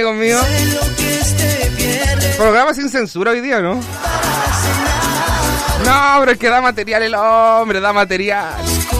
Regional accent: Chile; Lo voy a contar como chileno, sí.

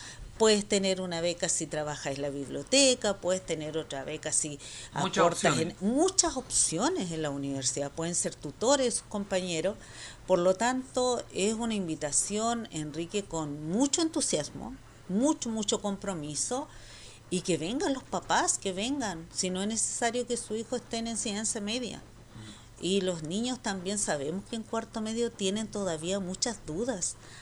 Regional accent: Chiloé, Los Lagos, Chile; nosotros que somos de Chiloé.

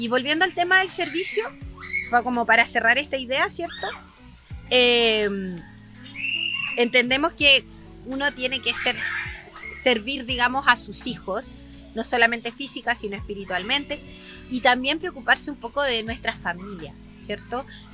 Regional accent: Chile; Claro. Hay que ser chileno para que se entienda.

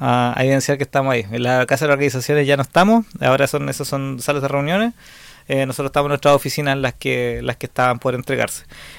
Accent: Chile; nosotros como chilenos

